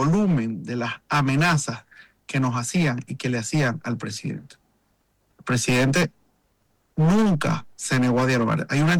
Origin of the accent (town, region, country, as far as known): Venezuela